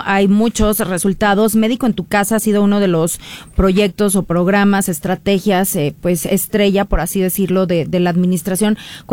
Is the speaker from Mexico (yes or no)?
yes; Mexico